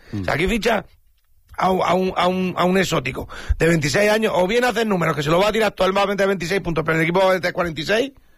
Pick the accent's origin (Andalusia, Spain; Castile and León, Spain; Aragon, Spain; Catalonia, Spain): Andalusia, Spain; Linares; Yo soy de aquí